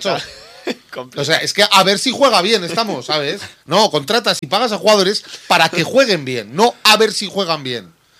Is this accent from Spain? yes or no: yes; Aragon, Spain